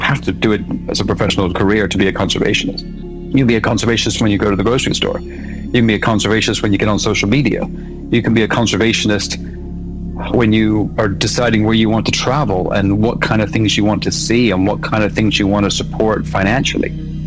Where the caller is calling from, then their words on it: Bath, South West England, United Kingdom; So I'm calling from Bath in the UK right now.